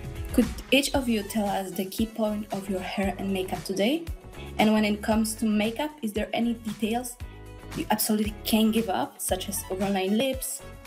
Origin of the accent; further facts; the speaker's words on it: Poland; I'm from Poland